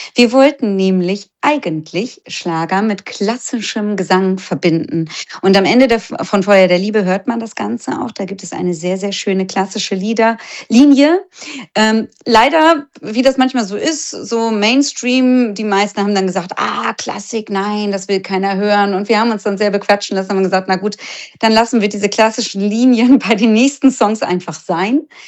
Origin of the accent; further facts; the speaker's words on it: Hamburg, Germany